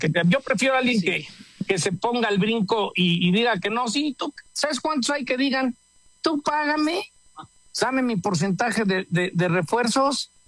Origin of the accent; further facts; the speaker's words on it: Mexico; Es vergonzoso como mexicano ver que la publicidad de espectaculares alrededor del Azteca